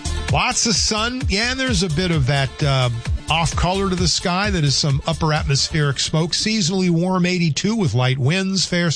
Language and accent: English; the South, United States; There were occasions growing up in the South where it was literally too hot to be out of doors.